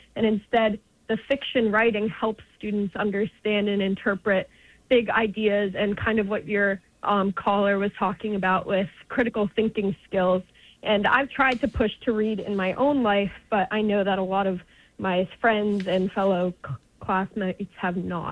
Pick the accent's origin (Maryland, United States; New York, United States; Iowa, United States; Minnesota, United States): New York, United States; I'm a student from New York. I recently graduated high school.